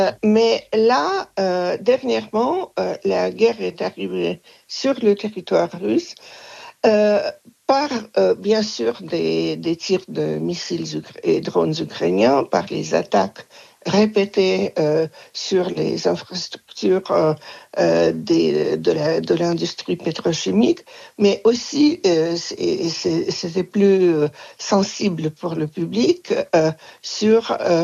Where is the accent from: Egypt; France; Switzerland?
France; also born or lived in Russia; comme chez nous en France